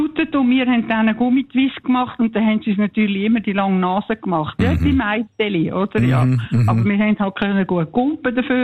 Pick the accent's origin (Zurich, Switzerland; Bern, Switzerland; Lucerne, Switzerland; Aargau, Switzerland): Lucerne, Switzerland; Ja, ich bin in Luzern aufgewachsen